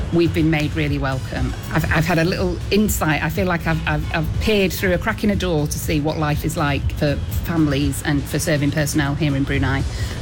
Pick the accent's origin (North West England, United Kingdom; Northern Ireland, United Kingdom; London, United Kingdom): North West England, United Kingdom; Stockport; I mean, I'm from Stockport, and it gets about 18 and everybody's got a strappy top and some flip-flops on.